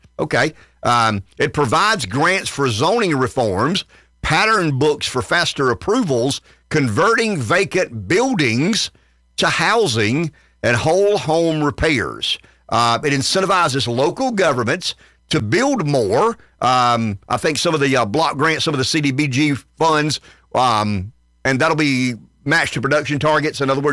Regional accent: Pamplico, South Carolina, United States; I'm calling it the housing bill because I'm from Pamplico and that's how we roll.

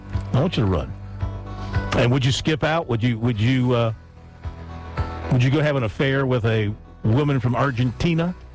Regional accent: Dillon County, South Carolina, United States; I am from Dillon County

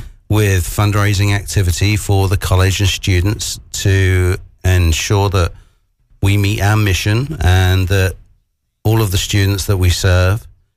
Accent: United Kingdom; also born or lived in California, United States; now in United States; I'm from the UK originally.

